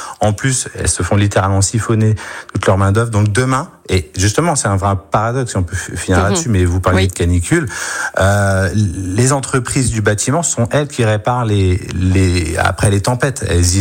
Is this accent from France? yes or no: yes; Normandy, France; c'est le sujet majeur chez nous dans la Manche.